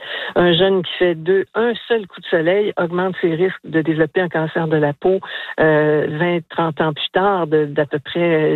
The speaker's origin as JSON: {"language": "French", "town": "Magdalen Islands", "region": "Quebec", "country": "Canada", "said": "Je suis de la Madeleine, là, puis tout le monde m'accroche et me parle de ça."}